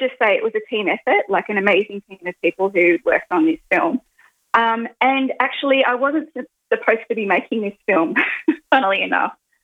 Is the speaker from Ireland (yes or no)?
no; Victoria, Australia; I grew up with my mum and my mother's mob. So I'm, you know, don't hold it against me. I grew up in Victoria.